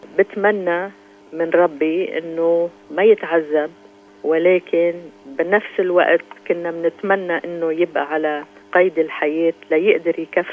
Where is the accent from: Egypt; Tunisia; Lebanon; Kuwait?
Lebanon; قديش نحن منحبه كلبنانية